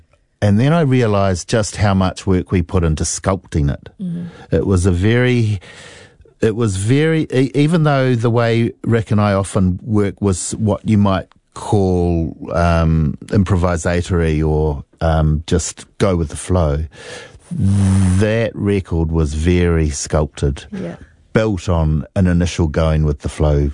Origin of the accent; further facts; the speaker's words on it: New Zealand; moved away; also born or lived in New York; my experience of this life I had between New Zealand and New York, the way I grew up in New Zealand, the way I grew up musically in New Zealand, and then all those influences that I started to absorb in New York